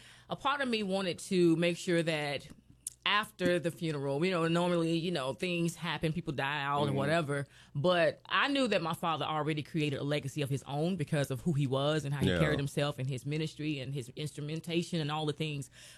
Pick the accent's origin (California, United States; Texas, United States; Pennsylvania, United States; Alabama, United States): Alabama, United States; Birmingham; born there; also born or lived in Kentucky; we came down to Birmingham from Kentucky in 82. I was 2 years old.